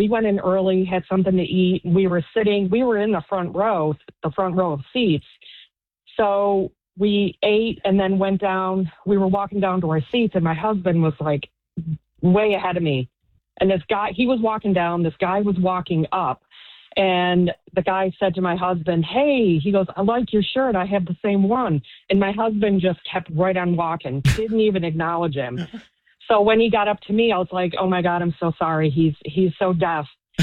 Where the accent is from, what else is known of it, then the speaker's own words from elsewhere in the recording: New York, United States; And I said, no, I'm from Central New York.